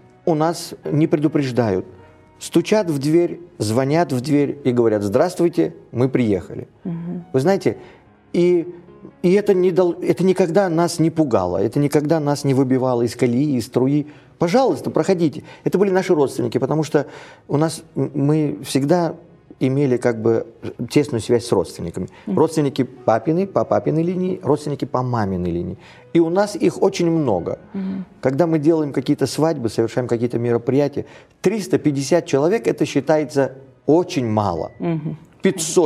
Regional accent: Samarkand, Samarqand Region, Uzbekistan; Вы правильно назвали, что я иранец, да. Я родился в Узбекистане, в городе Самарканде.

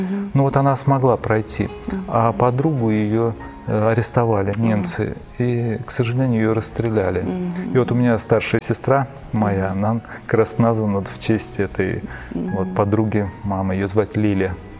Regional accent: Volgograd, Volgograd Oblast, Russia; Я родом из Волгограда. Мои родители – самые обыкновенные люди. Мама работала бухгалтером на заводе, папа тоже работал на заводе.

